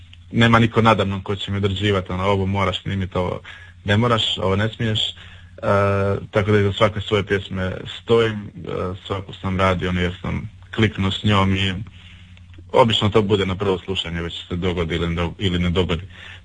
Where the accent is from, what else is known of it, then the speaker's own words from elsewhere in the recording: Pitomača, Virovitica-Podravina County, Croatia; moved away as an adult; also born or lived in Zagreb; now in Ljubuški, Bosnia and Herzegovina; živimo u Ljubuškom, u Hercegovini, inače pod rijetlom Podravec iz Pitomače, studirao u Zagrebu i evo sad na put doveo u Hercegovinu